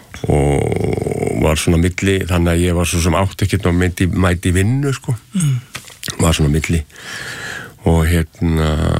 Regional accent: Ísafjörður, Westfjords, Iceland; við bjögum upp í fjallshlíð á Ísafirði og ég horfði svona yfir allan fjörðin

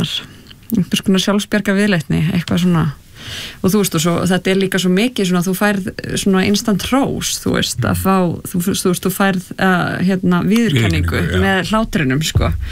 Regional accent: Hafnarfjörður, Capital Region, Iceland; af því við erum hvoru úr Hafnarfirði

